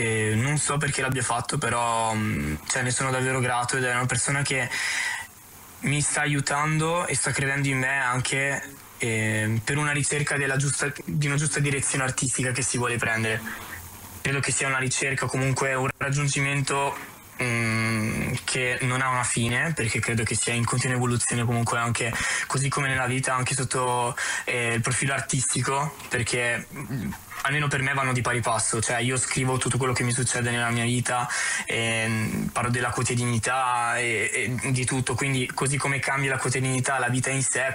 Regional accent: Trento, Trentino-Alto Adige, Italy; also born or lived in Apulia

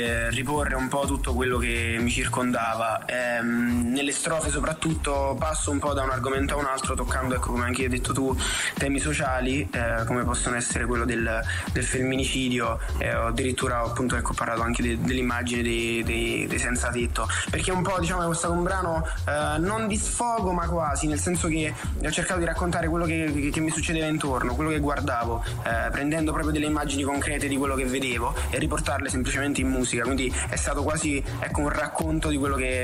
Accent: Isernia, Molise, Italy; now in Milan, Italy; Io sono di Isernia, sì, però sono a Milano.

